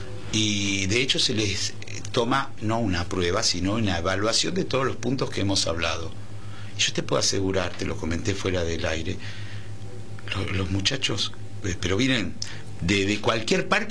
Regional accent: Argentina; somos los argentinos que tenemos que salir a reclamar lo que corresponde.

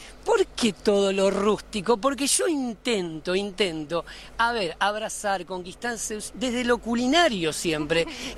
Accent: Libertad, Argentina; moved away; Yo vengo de Libertad, vos venís de La Plata, y yo hablaba de escalope y me decían, ¿de qué está hablando este flaco?

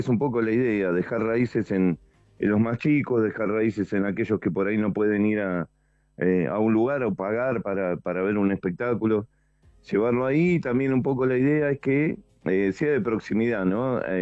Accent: Argentina; Nuestra forma de vida como argentinos y demás, nuestra cultura

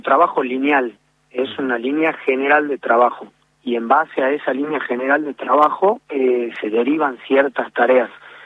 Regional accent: Argentina; Nosotros como argentinos lo vivimos

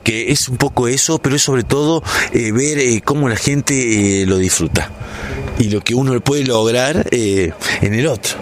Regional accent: Río Cuarto, Córdoba, Argentina; now in Merlo, Argentina; Mi pueblo natal, mi querido Río Cuarto.

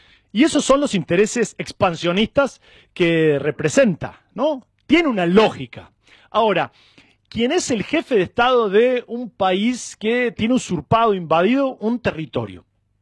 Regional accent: Argentina

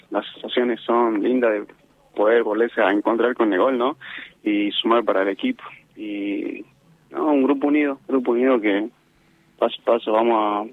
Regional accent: Rosario de Lerma, Salta, Argentina; No, yo soy de Rosario de Lerma.

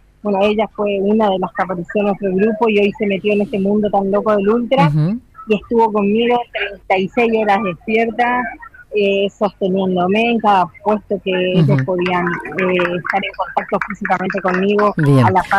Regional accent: Misiones, Argentina; es un placer para mí poder representar nuestra provincia, nuestra gran tierra colorada, a nuestra República Argentina, obviamente, y ni hablar de mi ciudad

